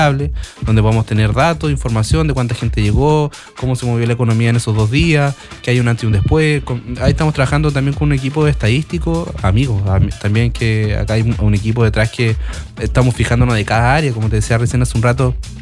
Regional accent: Castro, Los Lagos, Chile; Porque acá en Chiloé, yo soy de Castro, yo soy nacido y criado acá. Más chilote que las papas.

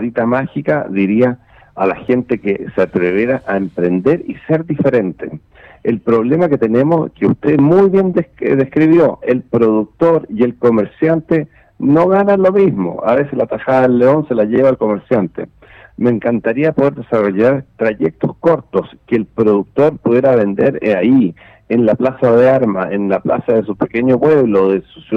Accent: Chile; todos nosotros como chilenos

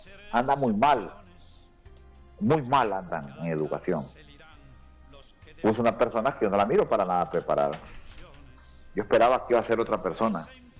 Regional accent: Honduras; porque yo como hondureño tampoco puedo exigir que el combustible le baje de una sola vez si es que Honduras no produce combustible.

